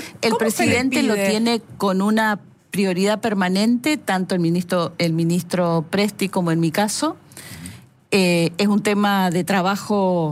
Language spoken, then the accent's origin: Spanish; Córdoba, Argentina